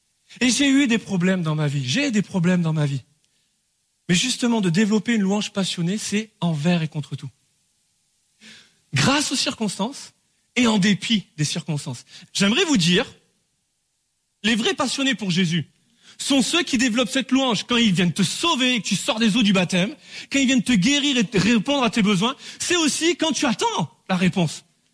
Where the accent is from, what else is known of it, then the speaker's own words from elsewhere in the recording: France; Et les amis, on est français, pour la grande majorité d'entre nous, en tout cas on est en France.